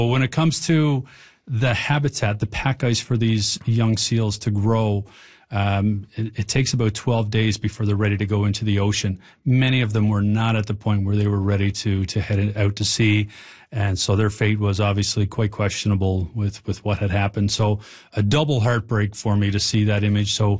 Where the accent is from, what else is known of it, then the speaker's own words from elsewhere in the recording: Labrador City, Newfoundland and Labrador, Canada; especially here in Newfoundland and Labrador. I grew up in Labrador City.